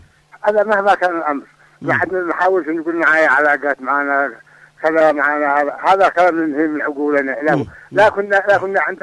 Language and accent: Arabic; Yemen; عندنا في اليمن استعملتنا